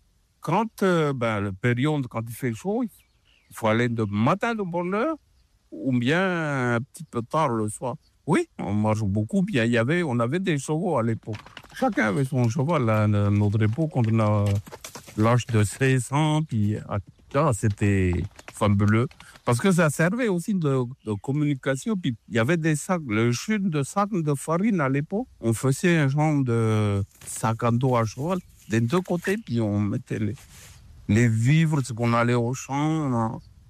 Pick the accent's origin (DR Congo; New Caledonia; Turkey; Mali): New Caledonia; South Province; je suis originaire de l'île des Pins, j'ai 77 ans.